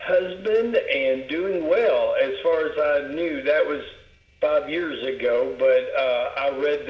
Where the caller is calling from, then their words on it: Decatur, United States